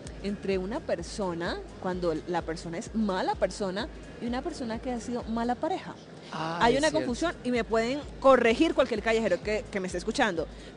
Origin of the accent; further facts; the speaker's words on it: Caribbean coast, Colombia; Yo soy costeña